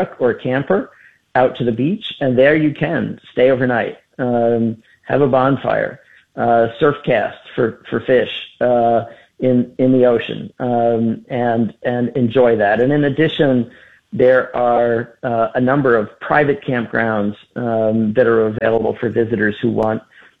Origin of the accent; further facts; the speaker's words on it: Wellfleet, Massachusetts, United States; my hometown of Wellfleet boasts of having the best oysters one can have anywhere